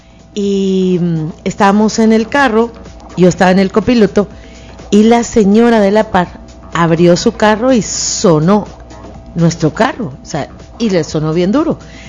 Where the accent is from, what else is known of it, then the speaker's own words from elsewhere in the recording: Guatemala; como mujer guatemalteca, como locutora, como mujer guatemalteca y locutora.